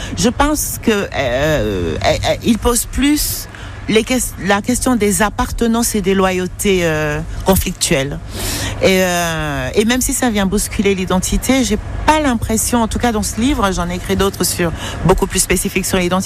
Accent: Douala, Littoral, Cameroon; j'ai grandi, je suis née, j'ai grandi à Douala, j'ai appris à lire là-bas de la littérature qui venait du monde entier

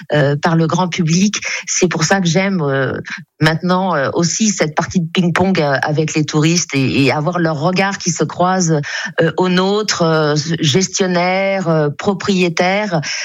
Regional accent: Tours, Centre-Val de Loire, France; je suis tourangelle, je suis née à Tours et je reviendrai évidemment dans mon berceau familial qui est le château de Champchevrier au milieu des bois.

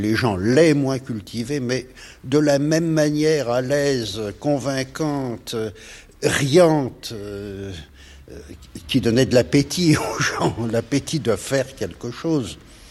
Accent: Paris, Île-de-France, France; parce que moi, je suis parisien, et l'URSSAF est dans le Lot.

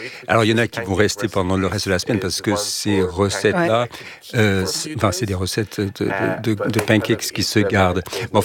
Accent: Jerusalem, Jerusalem District, Israel; Parce que j'ai grandi à Jérusalem et chaque culture avait sa propre tradition, sa propre recette de keftas, de boulettes.

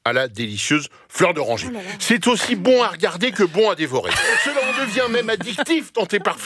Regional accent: Uzès, Occitanie, France; Dans mon enfance, chaque boulanger, à Uzès notamment, en faisait.

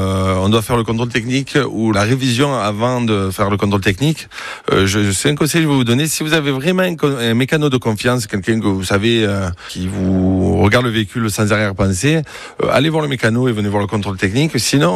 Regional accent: Marseille, Provence-Alpes-Côte d'Azur, France; born there; also born or lived in Lyon; je suis né à Beauregard, si vous voulez tout savoir. À Beauregard.

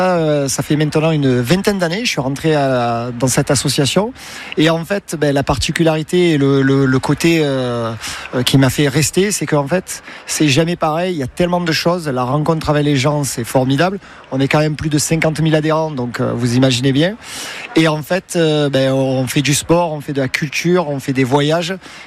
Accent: Peypin, Provence-Alpes-Côte d'Azur, France; now in Marseille, France; aujourd'hui j'habite Marseille, mais d'origine je vais dire je suis de Pépin. Je suis vraiment attaché à ce canton-là, c'est-à-dire Aubagne, Roquevert, Pépin sont vraiment mes endroits où vous pouvez me croiser facilement quand je ne suis pas sur Marseille

